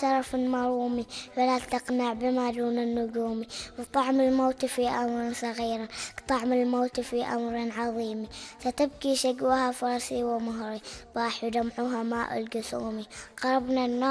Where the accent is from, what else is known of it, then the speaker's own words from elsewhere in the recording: Oman; لأنهم من بلدي عمان الحبيبة، وكنت يعني واجد أحبهم لما قرأت عنهم في المجلة